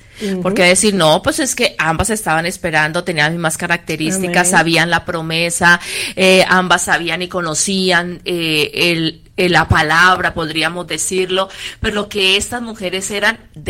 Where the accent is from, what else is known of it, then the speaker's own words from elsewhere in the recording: Colombia; moved away; Yo soy colombiana, la hermana Mabel cubana, y tenemos dialectos